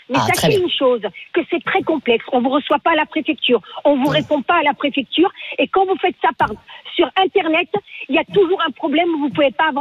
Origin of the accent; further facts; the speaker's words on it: France; born there; moi, je suis née en France. Mes parents, à l'époque, n'avaient pas demandé la nationalité française.